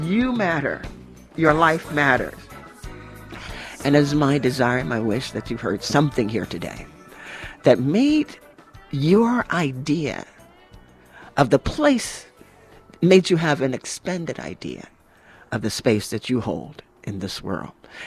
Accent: New York, United States; I'm from New York

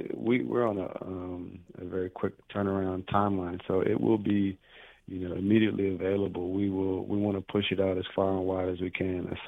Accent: Washington, District of Columbia, United States; that I grew up in Eckington, over there in North Capitol and, Florida Ave

